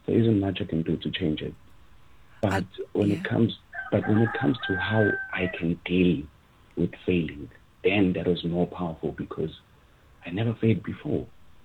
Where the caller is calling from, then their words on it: South Africa; I guess it's proper in South Africa.